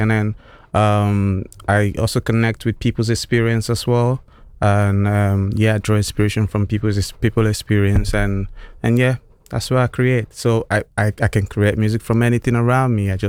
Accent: Nigeria; now in United Kingdom; like you said, I'm from Nigeria, but I'm based in the UK.

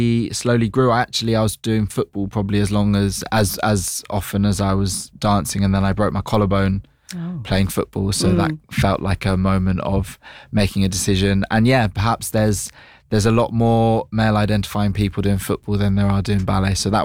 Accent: London, United Kingdom; one of the joys of growing up in London is access to opportunity

